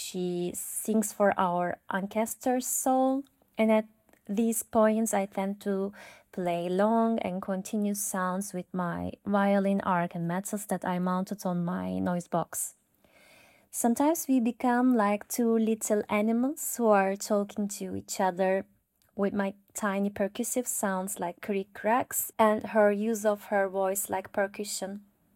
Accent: Turkey; English is a second language; now in Milan, Italy; I'm from Turkey and I live in Milan.

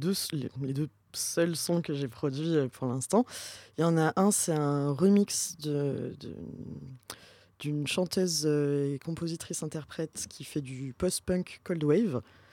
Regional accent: Pau, Nouvelle-Aquitaine, France

